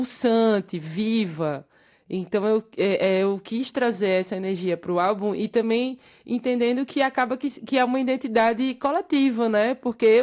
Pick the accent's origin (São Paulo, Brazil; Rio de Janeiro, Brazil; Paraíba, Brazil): Paraíba, Brazil; João Pessoa; born there; capital mesmo, mas a minha família toda é do sertão da Paraíba, do Alto Sertão da Paraíba, então digamos que eu costumo dizer que eu fui criada no núcleo sertanejo da novela